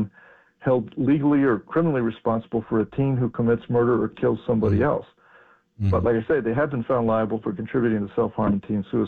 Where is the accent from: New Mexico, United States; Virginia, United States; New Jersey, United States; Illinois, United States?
New Mexico, United States; In my home state of New Mexico